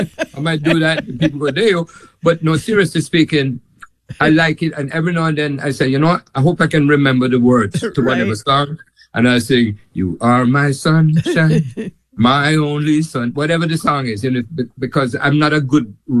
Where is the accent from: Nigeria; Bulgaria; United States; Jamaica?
Jamaica; And they say, where are you from? And I said, Jamaica.